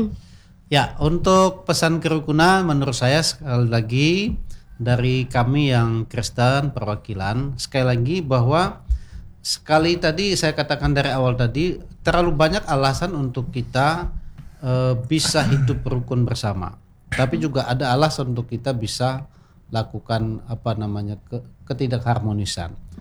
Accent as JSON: {"language": "Indonesian", "region": "Bengkulu", "country": "Indonesia", "said": "Contoh Pak Aditya, kalau saya kalau kami ini merantau nanti ke Jogja, kami berkata kami orang Bengkulu."}